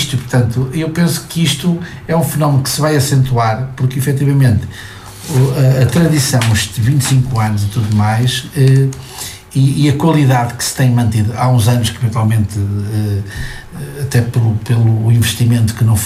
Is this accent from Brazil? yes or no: no; Moselos, Norte, Portugal; pelo menos que venho de Moselos